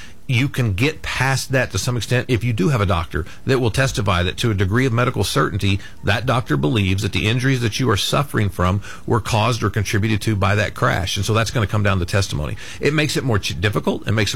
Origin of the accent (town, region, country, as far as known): Burns Flat, Oklahoma, United States